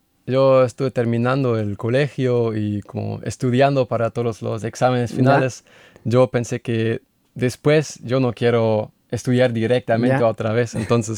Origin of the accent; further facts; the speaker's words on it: Hannover, Lower Saxony, Germany; Spanish is a second language; También fui a Hannover, porque yo soy de Hannover y sí, visité a mi familia, a mis hermanas y a mis padres.